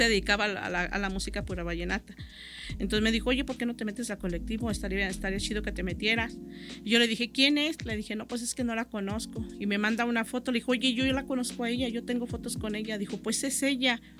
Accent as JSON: {"language": "Spanish", "region": "San Luis Potosí", "country": "Mexico", "said": "yo soy de San Luis Potosí."}